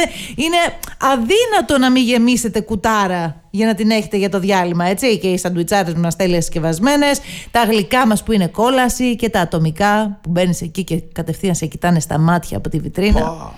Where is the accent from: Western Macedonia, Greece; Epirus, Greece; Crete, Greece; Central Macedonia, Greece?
Western Macedonia, Greece; Oxia; born there